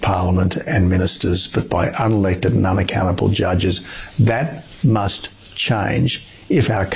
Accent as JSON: {"language": "English", "country": "Australia", "said": "as an Australian"}